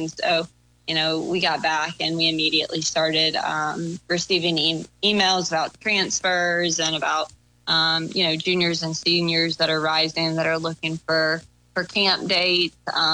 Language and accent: English; South Carolina, United States; and I grew up in South Carolina, and so I'm a little bit more Baptist myself.